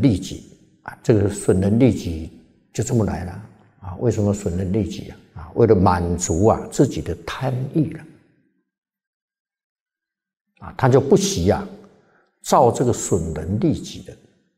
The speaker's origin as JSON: {"language": "Chinese", "country": "China", "said": "身为中国人"}